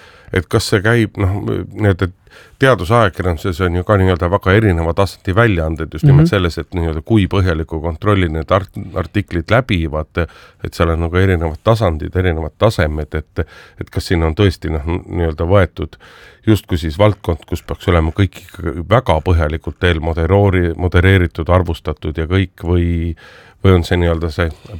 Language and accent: Estonian; Tartu, Tartu County, Estonia; born there; ma olen sünnilt, olen tartlane.